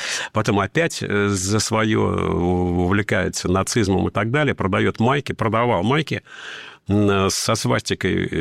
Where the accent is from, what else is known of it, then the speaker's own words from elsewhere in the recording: Dagestan, Russia; В России я дагестанец, а в мире я русский.